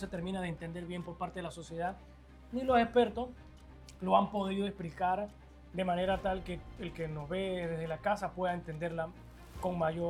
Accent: Panama

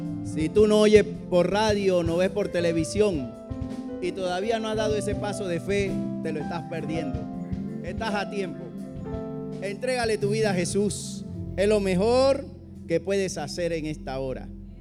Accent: Panama; hay riqueza en mi país.

